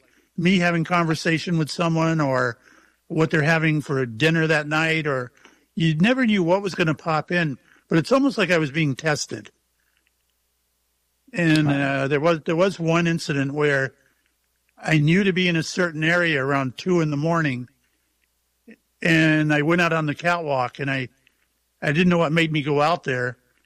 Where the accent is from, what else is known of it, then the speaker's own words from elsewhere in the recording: Mayport, Florida, United States; I was on the Shangri-La out of my hometown of Mayport, you know, where I live right.